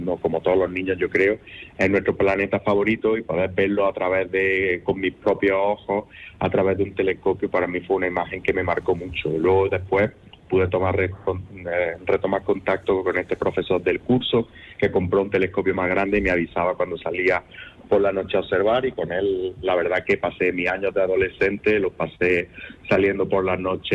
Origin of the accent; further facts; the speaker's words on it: Priego de Córdoba, Andalusia, Spain; en mi pueblo, en Priego de Córdoba